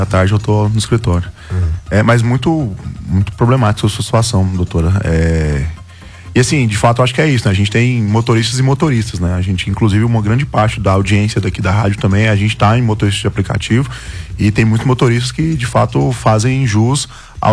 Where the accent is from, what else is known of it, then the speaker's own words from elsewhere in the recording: Brazil; a gente enquanto brasileiro não consegue ficar afastado disso